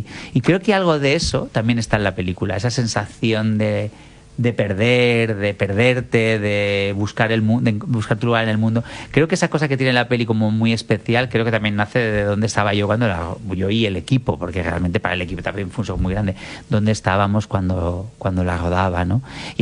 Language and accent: Spanish; Pamplona, Navarre, Spain; now in Madrid, Spain; yo soy un chico de Pamplona que iba al colegio y le hacían bullying porque era homosexual y que de alguna manera tuvo que dejar la ciudad para venir a Madrid a encontrarse.